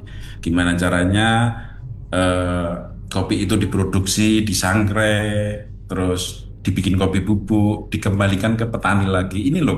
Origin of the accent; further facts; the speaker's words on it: Indonesia; di tempat kami, rata-rata di dusun kami, khususnya di Dusun Ngemplak itu rata-rata dari semua keluarga mempunyai tanaman kopi, kebun kopi